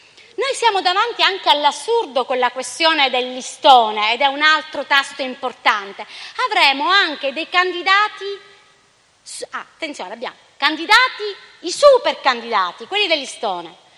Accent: Sicily, Italy

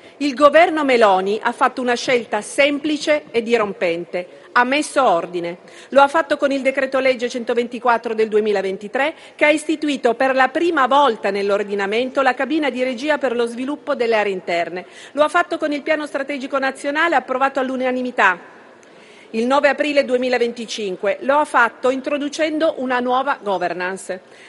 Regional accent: Cuneo, Piedmont, Italy; E lo dico da piemontese, da cuneese, questa legge raccoglie e porta a livello nazionale lo spirito della legge Carlotto, la legge regionale del Piemonte

